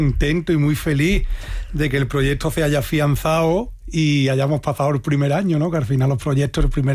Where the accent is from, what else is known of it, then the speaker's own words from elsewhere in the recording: Algodonales, Andalusia, Spain; Sí, es mi pueblo. Es donde yo nací. Algodonales. Está la Sierra de Cádiz, además un pueblo muy bonito, una comarca muy bonita